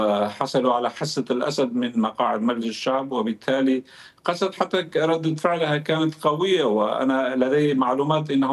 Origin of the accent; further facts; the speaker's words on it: Syria; أنا كمواطن كردي، كمواطن سوري ابن الثورة